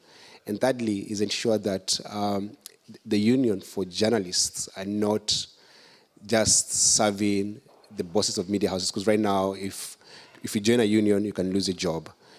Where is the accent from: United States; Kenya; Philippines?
Kenya; So I'm lucky to live in Kenya and to be a Kenyan.